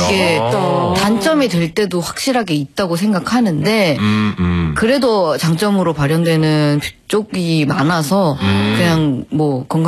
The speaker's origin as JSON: {"language": "Korean", "region": "Seoul", "country": "South Korea", "said": "저는 서울인데요."}